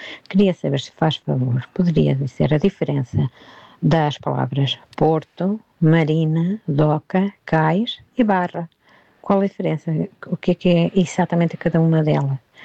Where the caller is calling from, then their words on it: Spain; Portuguese is a second language; sou espanhola e estou a estudar línguas na Escola de Línguas aqui em Espanha.